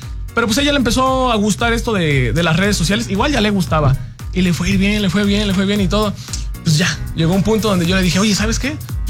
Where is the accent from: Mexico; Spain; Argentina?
Mexico; Xalapa, Veracruz; Sí, yo soy de Jalapa, mi esposa es de Coatepec